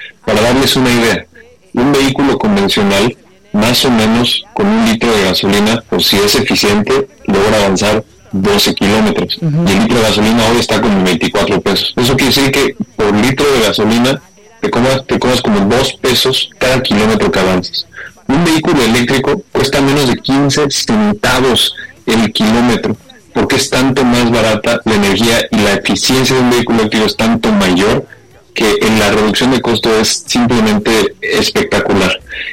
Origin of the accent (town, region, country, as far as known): Mexico